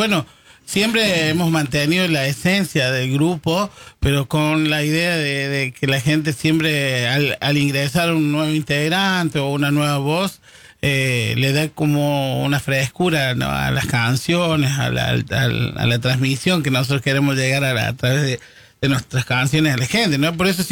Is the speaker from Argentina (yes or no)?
yes; Córdoba, Argentina; accent: Cordoban tonada; El San Vicente, donde nos criamos, donde yo nací